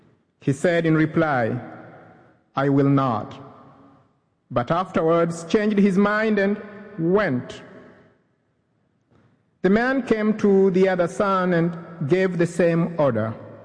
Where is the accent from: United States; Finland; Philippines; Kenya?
Kenya; moved away as an adult; when I was growing up in Kenya